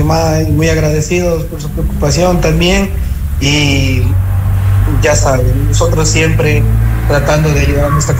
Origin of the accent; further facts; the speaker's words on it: Ecuador; La resiliencia en el Ecuador, y mucho más en mi provincia, es muy poca.